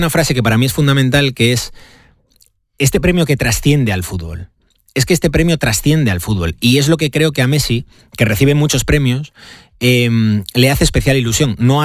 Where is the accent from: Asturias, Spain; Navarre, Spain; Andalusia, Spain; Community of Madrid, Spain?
Asturias, Spain; como asturianos nos tiene que hacer sentir orgullosos.